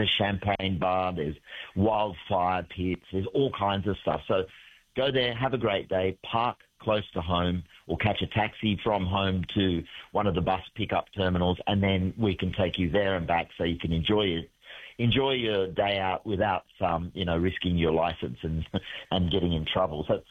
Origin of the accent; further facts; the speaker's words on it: Sydney, New South Wales, Australia; Now, I'm coming from Sydney. You know, seafood markets were the big thing to do on the weekend.